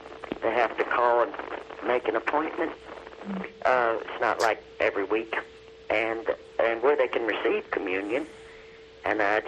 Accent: Louisville, Kentucky, United States; I'm from Louisville, Kentucky.

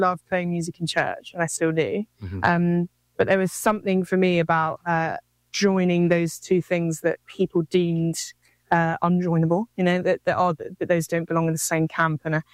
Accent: Dorking, South East England, United Kingdom; Yeah, so I grew up in Surrey in England, it's not a sleepy town. It's a smaller town called Dorking, which is awesome, where I cut my teeth on.

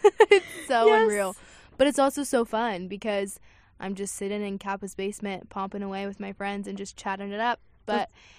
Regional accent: Kansas City, United States; moved away; That I'm from Kansas City, not Colorado, so I'm the odd one out. But I'm from KC

